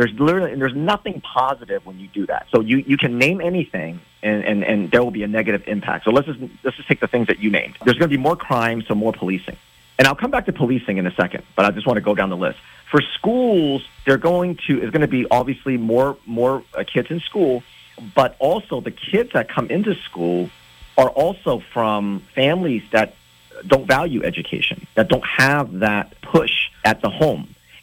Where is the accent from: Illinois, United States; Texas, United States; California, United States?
California, United States